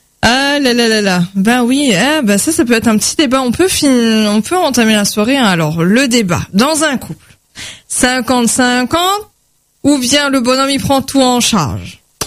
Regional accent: Réunion; on est venu à dire qu'on vient de La Réunion

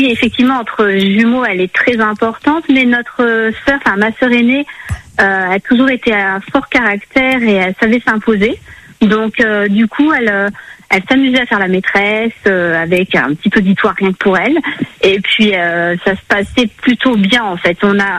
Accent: Nouvelle-Aquitaine, France; now in Lorraine, France; Notre sœur aînée habite dans l'ouest de la France, où nous sommes originaires de Charente-Maritime

